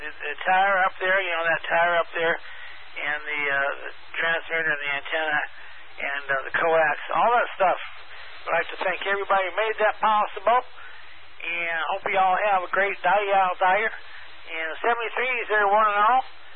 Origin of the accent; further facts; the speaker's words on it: Kentucky, United States; and we're from Kentucky, you know.